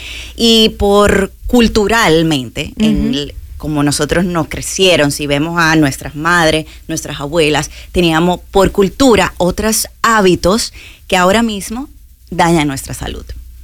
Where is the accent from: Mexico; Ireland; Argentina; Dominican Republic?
Dominican Republic; moved away as an adult; now in Tampa, United States; Soy dominicana, tengo año y medio aquí en Tampa.